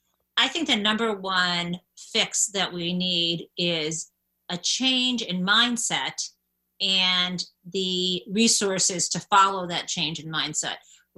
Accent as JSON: {"language": "English", "region": "Midwest", "country": "United States", "said": "maybe it's because I'm a Midwesterner too"}